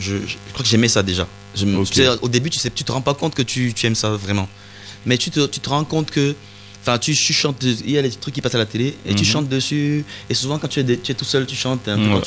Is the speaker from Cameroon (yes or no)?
yes; Cameroon; now in France; Je viens du Cameroun, frère. Je viens du Cameroun et je suis ici en France depuis quelques années, une dizaine d'années.